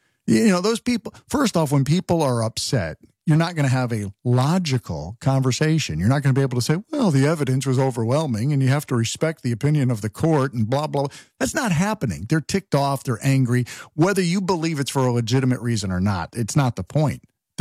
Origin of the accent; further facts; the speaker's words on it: East Hartford, Connecticut, United States; I grew up in Connecticut and we had, I grew up in a, not a little town, but a suburb of Hartford called East Hartford, ironically. And it's a, you know, lower middle class type of hardworking blue collar town